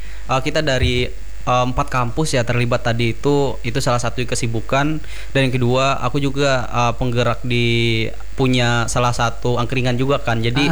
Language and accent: Indonesian; Central Kalimantan, Indonesia; aslinya dari Kabupaten Murung Raya, singkatnya sebagai mahasiswa sih sekarang gitu.